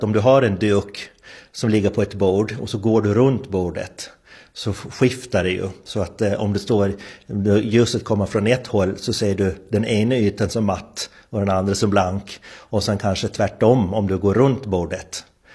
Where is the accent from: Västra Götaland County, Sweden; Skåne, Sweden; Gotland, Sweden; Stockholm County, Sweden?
Gotland, Sweden; Hemse; born or raised there